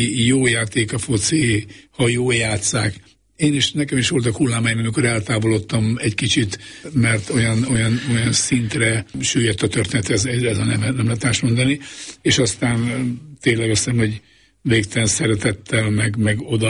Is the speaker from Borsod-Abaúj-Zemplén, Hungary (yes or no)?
yes; Miskolc, Borsod-Abaúj-Zemplén, Hungary; Hát én focit imádó családban nőttem föl. Eleve már Vasgyárban, Miskolcon születtem